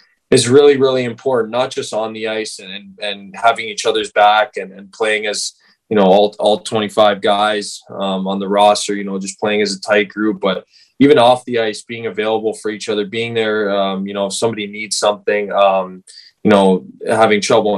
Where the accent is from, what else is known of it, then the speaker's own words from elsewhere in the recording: King City, Ontario, Canada; I'm from King City. We have a small local rink just by my house, like maybe a 2-3 minute walk away, actually. It's in the neighborhood.